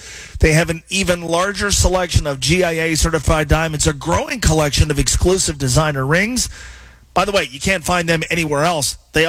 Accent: Taylor Mill, Kentucky, United States; the pride of Taylor Mill, my hometown

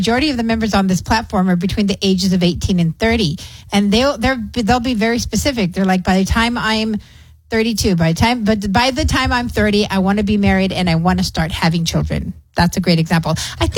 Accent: Clint, Texas, United States; I grew up in Clint

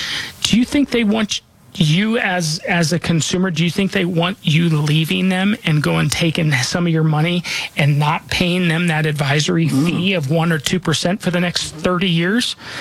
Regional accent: Denver, Colorado, United States; Again, I was born and raised here in Denver. I'm not just licensed here. This is where I call home. This is where I'm raising my family.

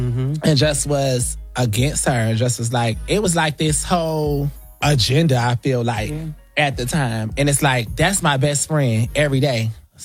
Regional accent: Florida, United States; it reminded me of growing up in Florida, though. Like, even being, that's when I was a little boy.

